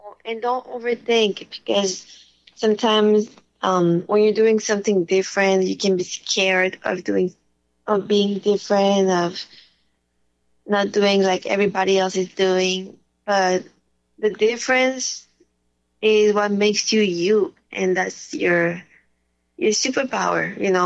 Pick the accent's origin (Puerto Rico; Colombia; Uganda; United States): Colombia; And I'm really excited because we're from Colombia, and it's like a very Colombian reggaeton, very authentic.